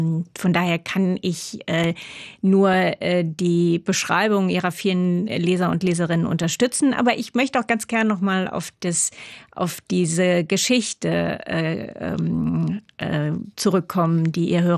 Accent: Saarland, Germany; Ich komme aus dem Saarland. Also wir sind wohnen direkt an der Grenze dort unten. Meine Familie, das heißt, wir war immer in intensiver Kontakt mit Frankreich auch da.

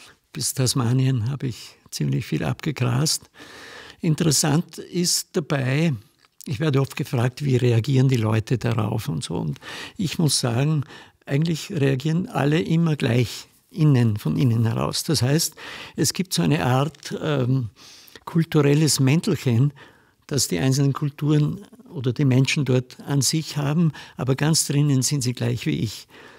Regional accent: Upper Austria, Austria; und hatte dann den Eindruck, dieser Gastgeber ist eigentlich wie ein Müllviertel, wo ich herkomme.

